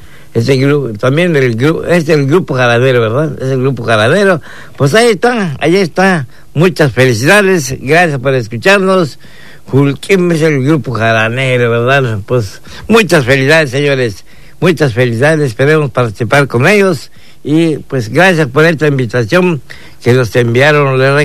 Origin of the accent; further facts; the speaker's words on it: Yucatán, Mexico; Una tradición que traemos nosotros como yucatecos en el corazón.